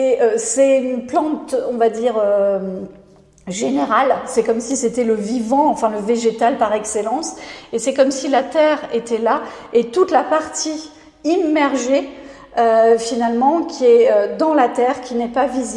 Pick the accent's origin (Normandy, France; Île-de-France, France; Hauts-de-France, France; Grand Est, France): Normandy, France; Bayeux; Mais presque, puisque j'ai grandi à Bayeux.